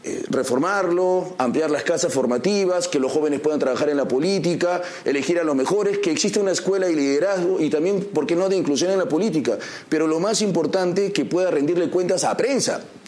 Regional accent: Lima, Peru; born there

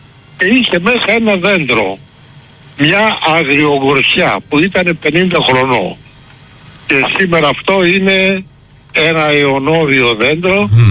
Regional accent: Thessaloniki, Central Macedonia, Greece; now in Michaniona, Greece; Είμαι Θεσσαλονικιός, παιδί του Βαρδαρίου. Βρέθηκα όμως στη Μηχανιώνα λόγω Συνσίου.

